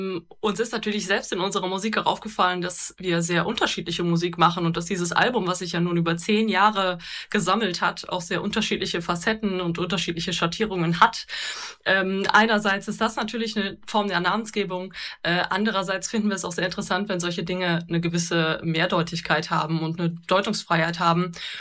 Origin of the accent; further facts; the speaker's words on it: Schwalmtal, North Rhine-Westphalia, Germany; ich komme eigentlich aus Waldniel